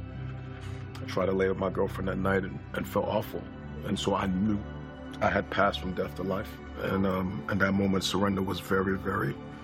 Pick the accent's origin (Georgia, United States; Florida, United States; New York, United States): New York, United States; New York City; Born and raised in Queens, New York. Parents from Trinidad. I was the first person in my family born in the U.S.